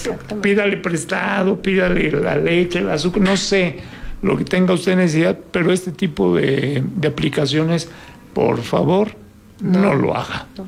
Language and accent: Spanish; Mexico City, Mexico; moved away; yo vengo de la Ciudad de México y tengo ya varios años aquí